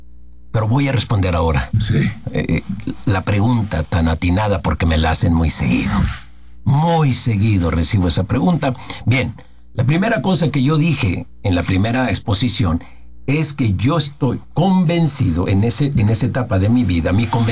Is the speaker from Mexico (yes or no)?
yes; Mexico; como los mexicanos, que en ocasiones nos iluminan los extranjeros